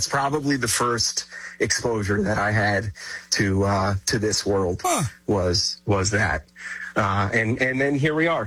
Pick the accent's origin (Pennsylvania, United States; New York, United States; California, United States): Pennsylvania, United States; born or raised there